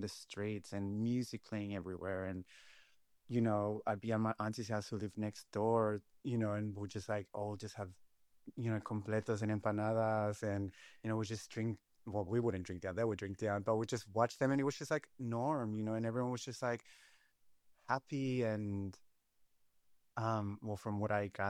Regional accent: Los Andes, Valparaíso, Chile; now in Sydney, Australia; But so I was born in Chile. I was born in Los Andes, which is this Los Andes, if people aren't aware of, it's like a beautiful rail of mountains that run along Chile. And I was born there in a little town.

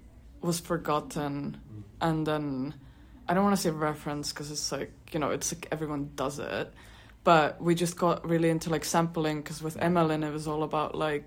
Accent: Estonia; moved away; I'm from Estonia

